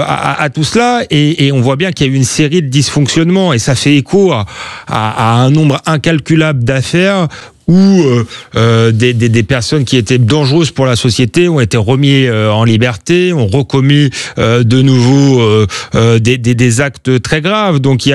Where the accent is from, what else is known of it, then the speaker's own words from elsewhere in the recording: Épinay-sur-Seine, Île-de-France, France; J'ai grandi en banlieue, à Épinay-sur-Seine, mes parents étaient petits commerçants.